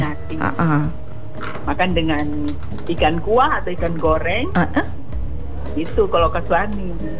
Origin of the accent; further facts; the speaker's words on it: Papua, Indonesia; Saya ini sudah campuran dan sudah besar di Papua.